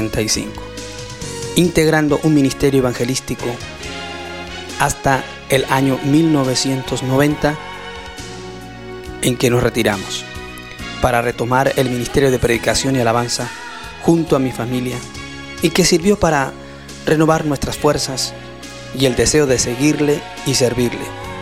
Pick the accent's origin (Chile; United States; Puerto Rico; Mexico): Chile; moved away as an adult; also born or lived in Argentina; primeros 5 años fueron de crecimiento a nivel de iglesia en mi país, en Chile. La gran experiencia fue el año 1980, obedeciendo el llamado misionero, y junto a mi esposa viajamos a la República Argentina